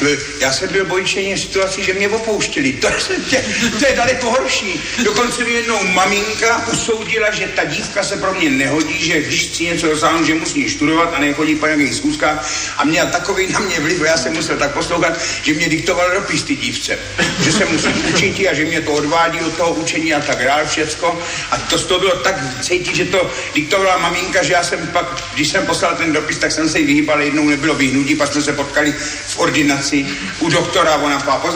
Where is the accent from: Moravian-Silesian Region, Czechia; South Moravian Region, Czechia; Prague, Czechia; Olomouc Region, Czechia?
South Moravian Region, Czechia; Brno; also born or lived in Ivančice / Říčmanice; já do Brna pořád jezdím, mám tady rodinu, takže já jsem vlastně Brňák pořád.